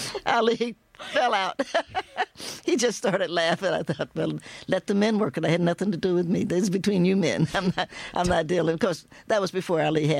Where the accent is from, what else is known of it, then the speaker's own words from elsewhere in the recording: the South, United States; Being a Southerner